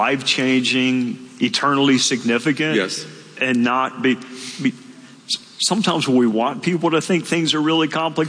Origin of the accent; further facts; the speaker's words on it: Greenville, South Carolina, United States; born there; imagine I was born in Greenville.